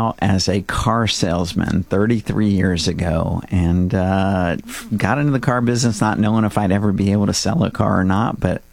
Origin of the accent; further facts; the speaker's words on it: Tampa, Florida, United States; That's where I was born, and I grew up in Tampa.